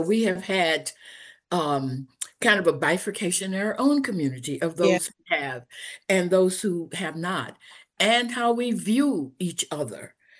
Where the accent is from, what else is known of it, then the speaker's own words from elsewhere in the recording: Louisiana, United States; moved away; I came from the Deep South, Louisiana, with Black communities that were very homogeneous.